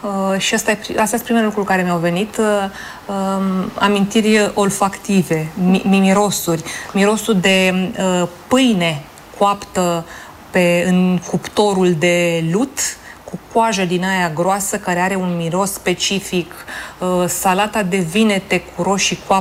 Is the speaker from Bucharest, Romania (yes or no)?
yes; Bucharest, Romania; born there; also born or lived in Vadu Oii; eu am fost bucureștean, că m-am născut în București și am trăit în București